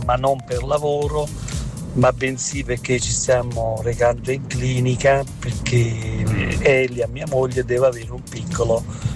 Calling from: Campania, Italy; Dalla provincia di Caserta.

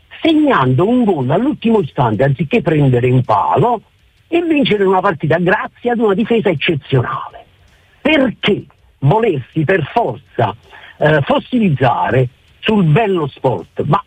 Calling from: Naples, Campania, Italy; io da napoletano

